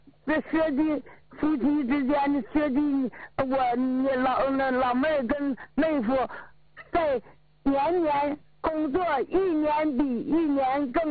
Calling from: Changchun, Jilin, China; 我今年83，我家是长春的。

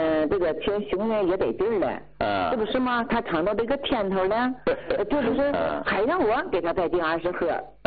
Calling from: Tianjin, China; 我家是天津的。

